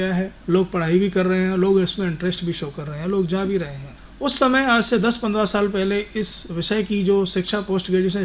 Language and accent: Hindi; Gwalior, Madhya Pradesh, India; मेरा जन्म तो ग्वालियर शहर में ही हुआ है और मैं ग्वालियर का ही रहने वाला हूँ और मेरी 12वीं क्लास तक जो शिक्षा है वो ग्वालियर में ही हुई है।